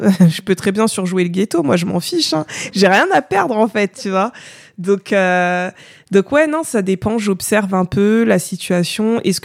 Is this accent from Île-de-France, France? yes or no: yes; Paris, Île-de-France, France; Mais avant, je disais « Bah, je suis française. » Tu vois, ou « Je viens de Paris. »